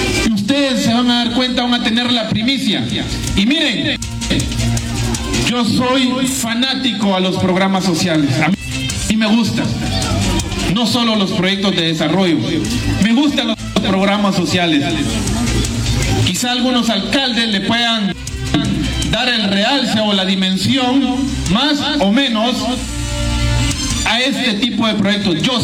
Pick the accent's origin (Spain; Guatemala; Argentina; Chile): Guatemala; San Francisco, Petén; Hoy podemos decir como sanfranciscano